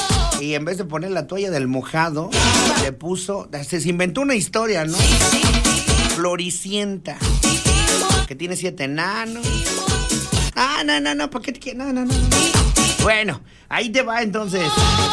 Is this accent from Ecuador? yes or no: no; Mexico; si nosotros somos mexicanos, nosotros no jugamos a fútbol e intentando ser los mejores